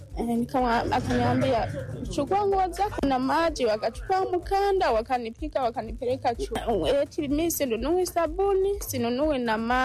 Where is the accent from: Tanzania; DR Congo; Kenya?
Tanzania; Kakonko, Kigoma; Wa Kakongo. Kakonko.